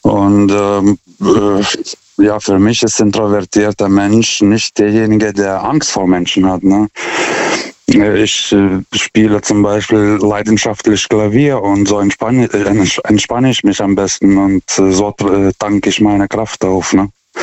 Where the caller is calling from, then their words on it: Karlsruhe, Baden-Württemberg, Germany; German is a second language; Hier ist der … aus Karlsruhe. Ich rufe zum zweiten Mal an.